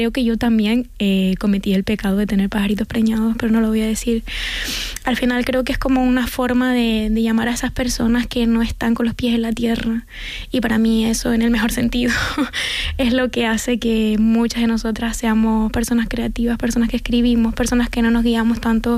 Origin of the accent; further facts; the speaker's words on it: Canary Islands, Spain; nos han contado siempre desde dentro y fuera de Canarias que nuestra forma de hablar es inadecuada y la tenemos que corregir